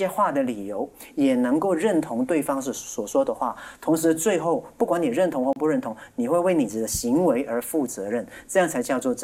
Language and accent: Chinese; Hong Kong; moved away as an adult; also born or lived in United States; now in Taiwan; 我从小在香港出生长大，18岁才去美国。